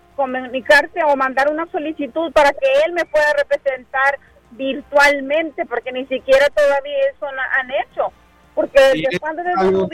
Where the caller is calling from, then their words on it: Rio Grande City, Texas, United States; Yo vivo en Río Grande City.